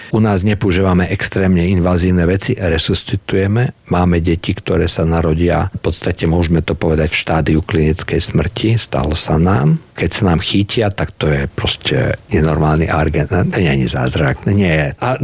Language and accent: Slovak; Košice, Košice Region, Slovakia; Tak ja som Košičan.